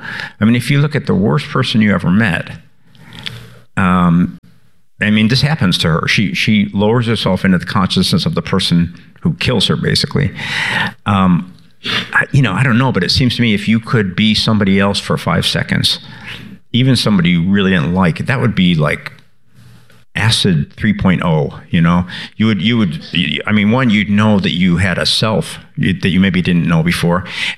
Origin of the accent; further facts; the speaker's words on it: Chicago, Illinois, United States; I grew up in Chicago on the South Side, and there was a very, very male-centered time.